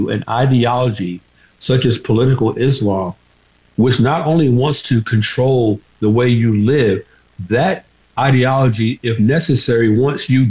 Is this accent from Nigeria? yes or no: no; Georgia, United States; You have in Georgia, my home state